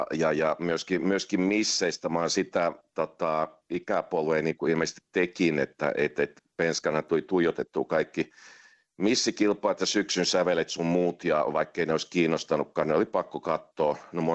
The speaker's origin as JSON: {"language": "Finnish", "town": "Jyväskylä", "region": "Central Finland", "country": "Finland", "said": "Mä Jyväskylästä kotoisin"}